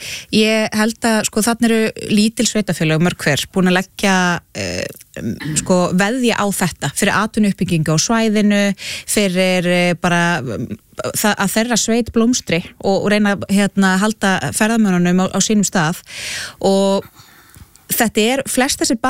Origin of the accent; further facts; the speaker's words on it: Flúðir, Southern Region, Iceland; ég nú alveg upp á Flúðum dæmis, og það var, svona ég minni æsku það var í raun og veru ekkert þangað að sækja.